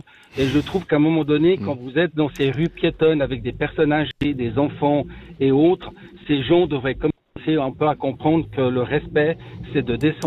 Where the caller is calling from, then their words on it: Lausanne, Vaud, Switzerland; Je suis de Lausanne.